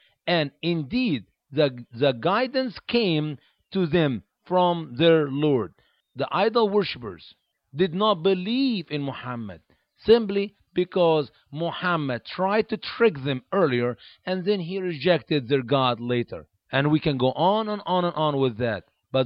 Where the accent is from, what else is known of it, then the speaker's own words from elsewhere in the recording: Egypt; moved away; Egypt, my home country